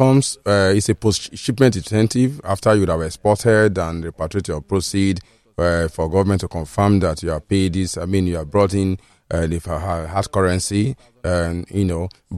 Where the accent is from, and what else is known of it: Nigeria